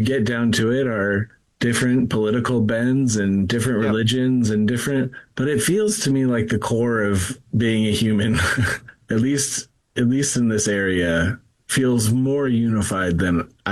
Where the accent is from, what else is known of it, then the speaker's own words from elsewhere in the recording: Los Angeles, California, United States; born there; I grew up driving in Southern California and in Los Angeles.